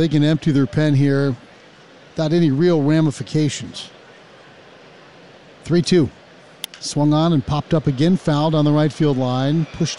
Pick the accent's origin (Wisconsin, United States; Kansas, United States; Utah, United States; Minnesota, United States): Minnesota, United States; And I was like, oh, I'm Minnesotan.